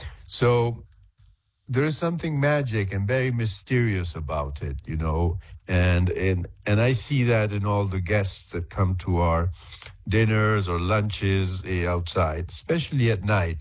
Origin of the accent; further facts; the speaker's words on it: Patagonia, Argentina; moved away as an adult; also born or lived in Paris; I was born in Argentina and I was raised in Patagonia.